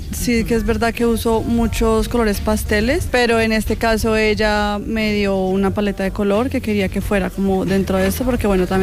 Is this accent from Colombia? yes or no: yes; Colombia; moved away as an adult; now in Spain; yo soy migrante, yo soy colombiana, llevo 10 años acá